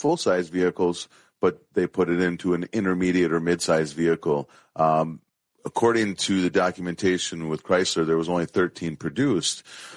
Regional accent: Janesville, Wisconsin, United States; Well, I grew up in Janesville as a GM town, so I was already predisposed to only like General Motors.

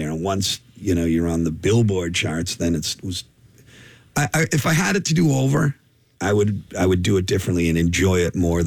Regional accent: Boston, Massachusetts, United States; Boston is the kind of town, it's an arrogant kind of town that, like, you have to know we're from Boston.

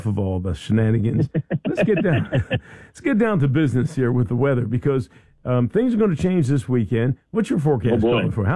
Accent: Philadelphia, Pennsylvania, United States; I'm from Philadelphia, and I've got a brother up in Amsterdam, New York.

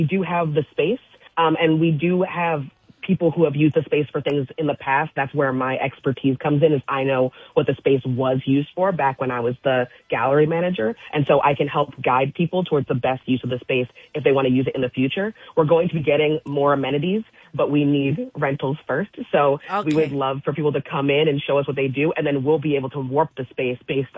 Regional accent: Poughkeepsie, New York, United States; I've been here for the last 3 years, but I grew up on Hooker Avenue right here in Poughkeepsie as a child. So I have strong, strong ties to this community

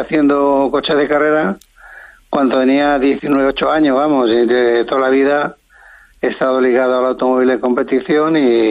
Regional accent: Madrid, Community of Madrid, Spain; moved away; yo vengo de Madrid

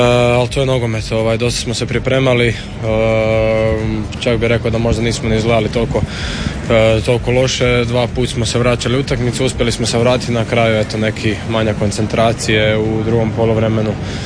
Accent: Croatia; ali mi smo Hrvati, imamo tu glavu

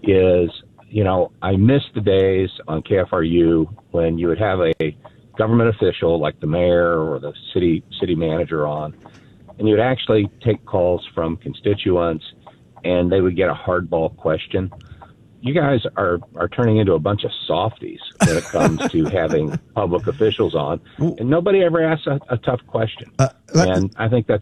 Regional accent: Boone County, Missouri, United States; You know, I'm 60 years old. I grew up in Boone County.

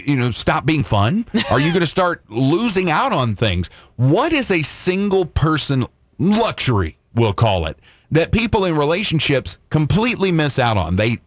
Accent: Deep South, United States; growing up in the Deep South belt buckle of the Bible Belt.

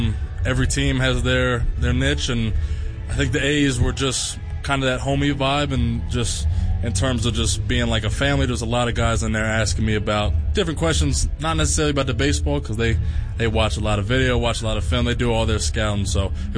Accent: New Jersey, United States; I mean, growing up in Jersey, I didn't grow up a Yankees fan

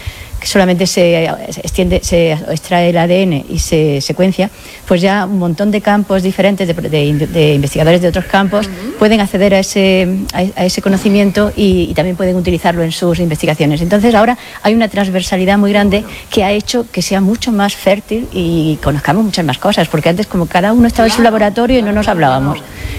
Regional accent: Jaén, Andalusia, Spain; Yo soy de Jaén y siempre tenía muchísima fe en el aceite de oliva.

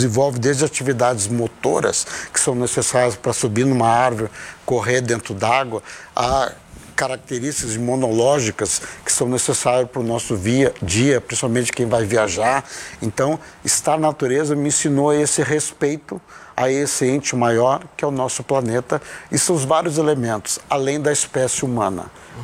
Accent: Taquari, Rio Grande do Sul, Brazil; Interior, 100 quilômetros de Porto Alegre, não é grande Porto Alegre, é uma cidade pequena, de origem açoriana.

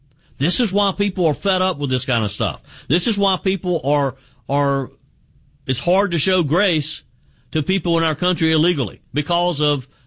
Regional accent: South Carolina, United States; he called out Dr. Annie Andrews in my home state of of South Carolina

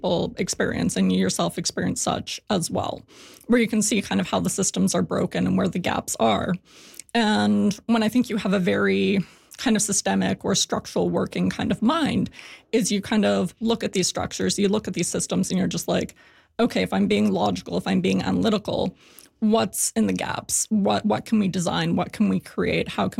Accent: Alberta, Canada; I was raised in Alberta, and I was very much interested in kind of DIY punk and anarchist subcultures.

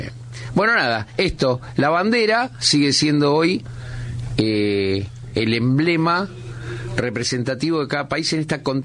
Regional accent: Uruguay; Si me invitan, ustedes saben cómo me pongo, yo soy uruguayo.

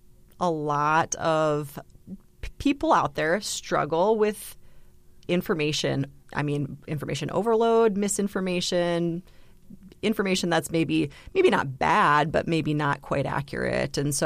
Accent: Brookings, South Dakota, United States; So I'm an internal medicine physician here in Brookings, South Dakota. This is my hometown. I was born and raised here, and I've been back practicing now for 10 years.

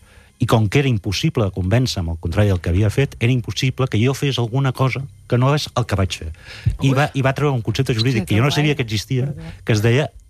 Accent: Sabadell, Catalonia, Spain; a l'oficina de reclutament de Sabadell, que era d'on soc i on vivia aquell moment

